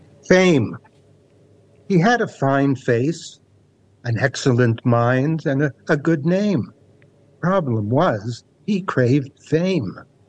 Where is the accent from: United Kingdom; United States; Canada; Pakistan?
Canada; accent: Canadian; moved away as an adult; now in Wellington, New Zealand; I've been in New Zealand 33 years, I'll never lose my Canadian accent because I came here at 42, and you don't lose an accent at that age.